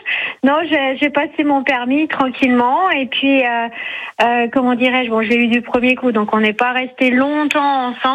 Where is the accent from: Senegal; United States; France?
France; Paris, Île-de-France; now in Saint-Loup-sur-Aujon, France; moi, je suis parisienne, hein, je suis à Saint-Loup-sur-Aujon, parce qu'on a une maison là, mais là, là-bas, je suis née à Paris.